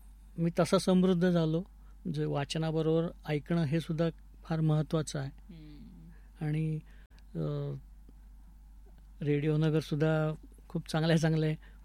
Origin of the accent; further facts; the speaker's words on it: Ahmednagar, Maharashtra, India; also born or lived in Khandesh; जवळजवळ 60 वर्ष मी या शहरात, मी आता लहानचा मोठा झालो